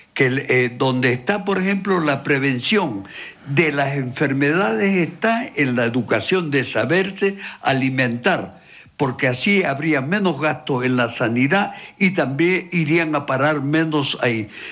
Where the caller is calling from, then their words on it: La Palma, Canary Islands, Spain; de donde soy yo, de un pueblo de La Palma